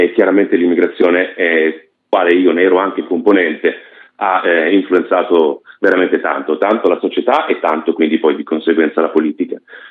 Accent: Sweden; now in Italy; Ho avuto questa fortuna di vivere la mia infanzia in Svezia, Quindi mi sono fatto un'idea, si parla comunque di 20 anni fa, spesso ci ritorno

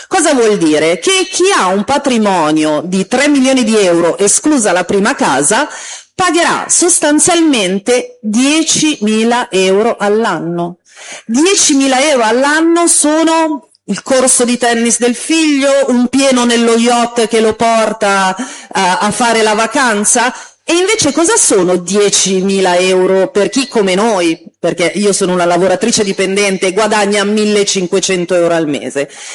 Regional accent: Milan, Lombardy, Italy; io vengo da Milano, che è la capitale della disuguaglianza.

